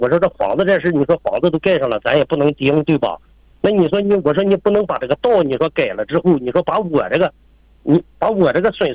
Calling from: Chifeng, Inner Mongolia, China; 我是赤峰市松山区土头朗镇，那不打村。

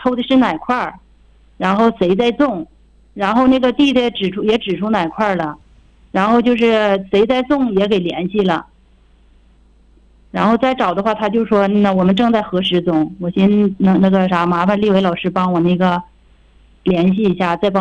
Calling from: Inner Mongolia, China; 我是扎莱特奇巴彦高勒镇

